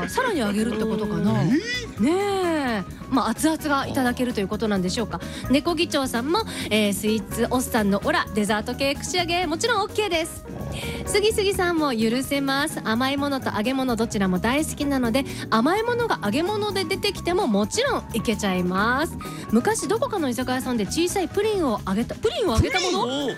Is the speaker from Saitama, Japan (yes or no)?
no; Osaka, Japan; 大阪出身です。